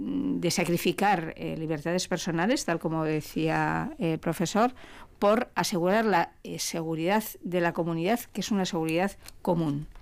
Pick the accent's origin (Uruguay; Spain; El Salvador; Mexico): Spain; Basque Country; como sería yo aquí una vasca normal y corriente